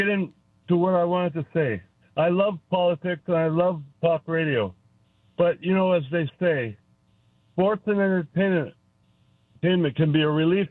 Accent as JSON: {"language": "English", "town": "Los Angeles", "region": "California", "country": "United States", "tie": "born or raised there", "said": "I was born and raised in Hollywood a couple of years before the Dodgers came from Brooklyn."}